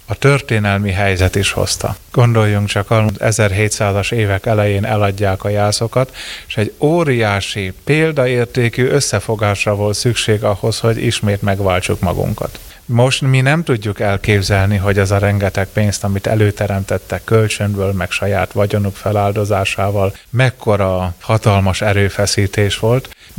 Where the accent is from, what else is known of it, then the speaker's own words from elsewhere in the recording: Jász-Nagykun-Szolnok, Hungary; Mi jászok, meg magyarok, mert hogy mi magyar jászok vagyunk